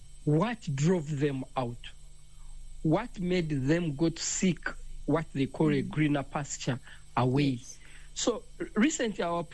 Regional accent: Uganda; I'm from Uganda.

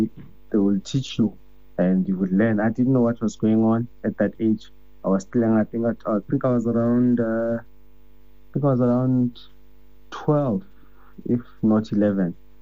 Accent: Soweto, Gauteng, South Africa; born and bred in Soweto, MDNI. Grew up in MDNI

